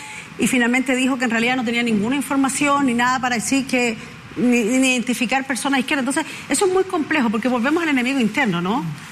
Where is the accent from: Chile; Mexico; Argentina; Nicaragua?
Chile; Y yo creo que nosotros tenemos que como chilenos, buscar la mejor convivencia entre todos pensando en el bien de Chile.